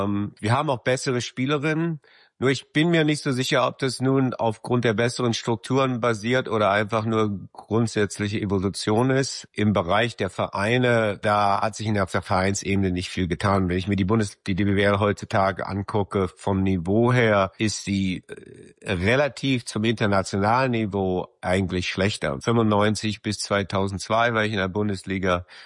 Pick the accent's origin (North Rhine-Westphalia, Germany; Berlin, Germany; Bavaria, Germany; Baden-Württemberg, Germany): Berlin, Germany; Lichtenrade; Aber es war Lichtenrade. Zuerst bin ich aufgewachsen in Lichtenrade, habe da sehr, sehr früh angefangen, die erste Damenmannschaft zu trainieren.